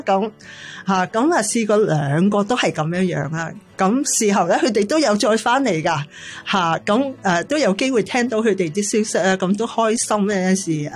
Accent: China; 三個係加拿大裔，但係咧一個係意大利裔，我係中國人。

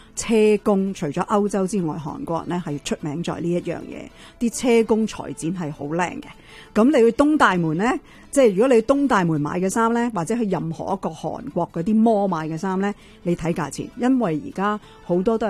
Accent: Canada; 我哋加拿大人咧有两个双重身份咧

